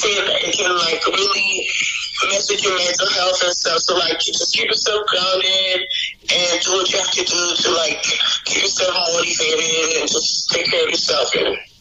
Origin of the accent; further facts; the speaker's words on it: St. Lucia; moved away as an adult; I know I'm the first person from St. Lucia to be invited to the WNBA training camp.